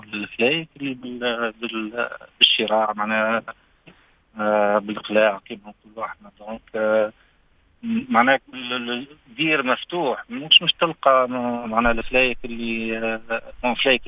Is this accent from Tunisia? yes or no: yes; Sfax Governorate, Tunisia; في قرقنا اللي هي بلاد البحر وبلاد القلاع هذايا وبلاد الشراع